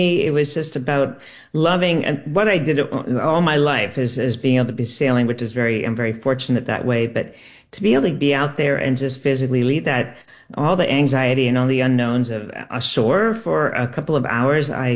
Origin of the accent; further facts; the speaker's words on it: Connecticut, United States; now in Burlington, Vermont, United States; I grew up sailing in Connecticut.